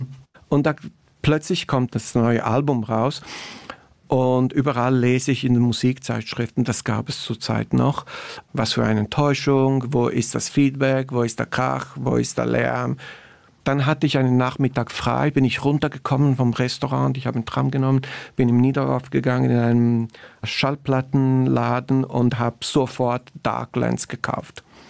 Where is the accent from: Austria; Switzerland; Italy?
Italy; Naples, Campania; moved away; für mich als Italiener, der in Neapel ist